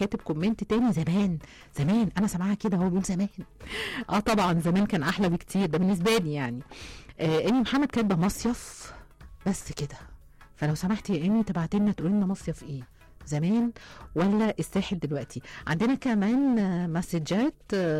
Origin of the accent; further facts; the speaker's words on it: Egypt; احنا عامه عندنا في مصر اماكن كتير جدا حلوه